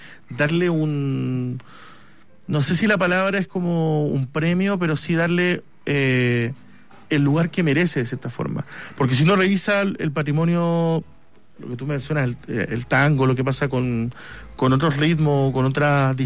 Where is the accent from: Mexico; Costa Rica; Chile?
Chile; Punta Arenas, Magallanes and Chilean Antarctica; yo soy magallánico. Nacido y criado en Punta Arenas